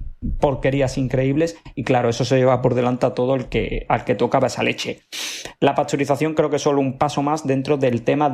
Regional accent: Seville, Andalusia, Spain; yo como sevillano

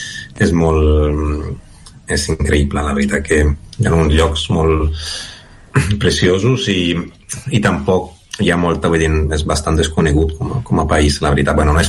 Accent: Lleida, Catalonia, Spain; moved away as an adult; quan vaig marxar de Lleida, pues havia dit, mira, et trobo aquest, havia trobat un màster aquí

